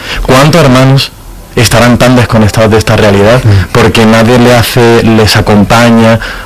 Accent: Andalusia, Spain; yo... que soy de Andalucía y que pertenecía a la Asociación 22 Cuida Andalucía

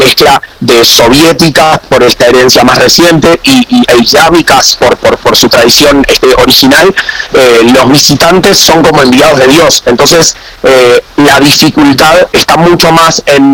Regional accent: Uruguay

